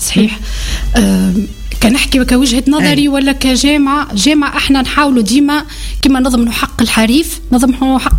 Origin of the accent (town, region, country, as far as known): Tunisia